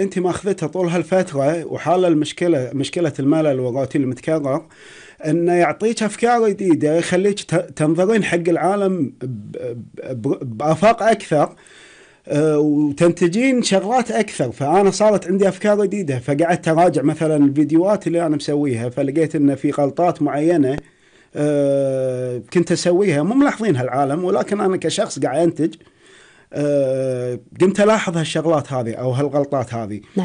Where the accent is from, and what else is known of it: Kuwait